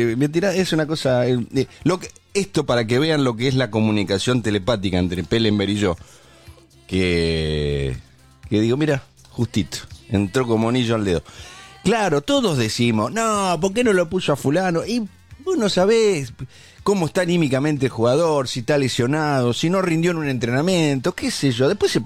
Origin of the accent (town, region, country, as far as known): Argentina